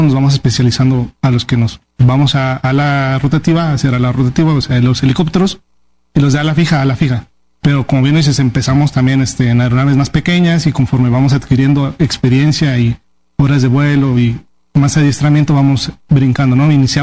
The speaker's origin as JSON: {"language": "Spanish", "town": "Cortázar", "region": "Guanajuato", "country": "Mexico", "said": "Yo soy de Cortázar, Guanajuato."}